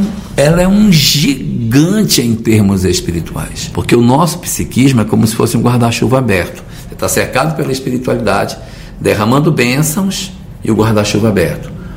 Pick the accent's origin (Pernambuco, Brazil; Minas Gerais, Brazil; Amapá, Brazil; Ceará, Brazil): Amapá, Brazil; Macapá; born there; moved away as an adult; also born or lived in Porto Velho, Rondônia; now in Curitiba, Brazil; eu sou nascido no Amapá, na cidade de Macapá. Conheci o movimento espírita em 1980, quando eu tinha 17 anos, e em 1987 eu me transferi para Porto Velho